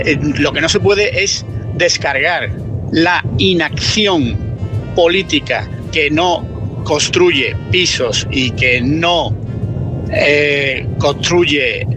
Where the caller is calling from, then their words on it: Seville, Andalusia, Spain; de Sevilla.